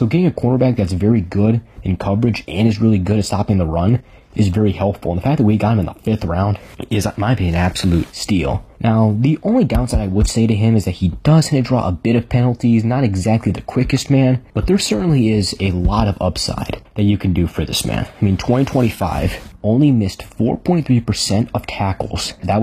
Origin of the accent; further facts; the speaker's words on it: Detroit, Michigan, United States; born there; now in Huntington, United States; I will be covering my hometown team, the Detroit Lions